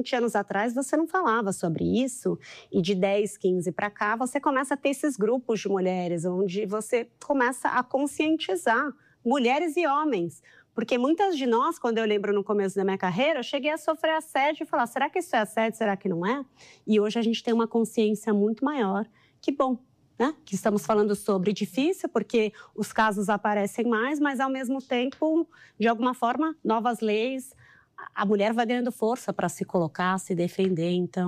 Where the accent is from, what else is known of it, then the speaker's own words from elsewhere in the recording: Campinas, São Paulo, Brazil; moved away as an adult; now in São Paulo, Brazil; sou de Campinas